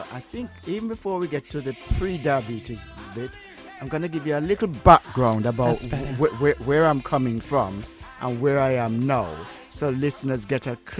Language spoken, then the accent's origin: English; Saint Thomas, Jamaica; moved away; also born or lived in Carshalton, Surrey, United Kingdom; my mum and dad, who were here from Jamaica, sent me back to the land of their birth. And I grew up in a little district called Whitehall in the parish of St. Thomas with my grandmother